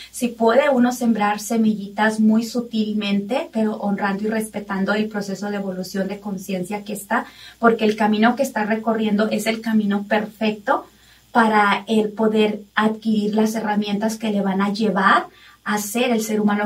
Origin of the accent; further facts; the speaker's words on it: Mexico; yo crecí en México